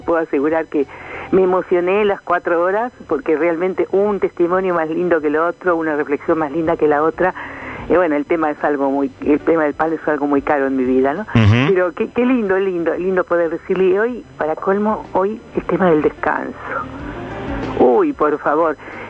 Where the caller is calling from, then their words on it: Chascomús, Buenos Aires Province, Argentina; soy de Chascomús.